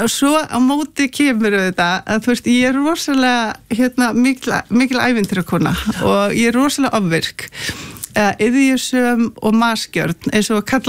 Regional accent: Reykjavík, Capital Region, Iceland; Ég alinn upp í Reykjavík, en ég kerði með fullan bílanunum upp Laugaveginn.

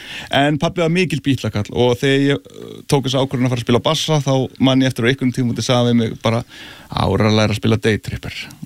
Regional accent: Reykjavík, Capital Region, Iceland; Já, ég ólst upp í Árbænum.

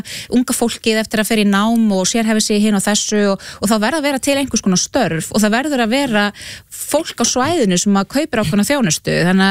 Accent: Flúðir, Southern Region, Iceland; ég nú alveg upp á Flúðum dæmis, og það var, svona í minni æsku það var í raun og veru ekkert þangað að sækja.

